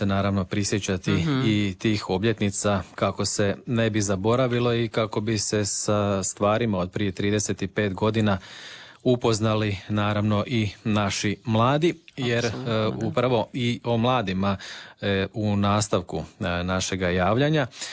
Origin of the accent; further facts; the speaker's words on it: Osijek, Osijek-Baranja County, Croatia; ovdje kod nas u Osijeku